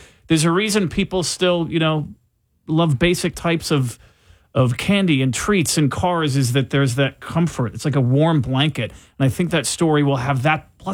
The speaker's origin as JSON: {"language": "English", "region": "New Jersey", "country": "United States", "said": "my home state of New Jersey"}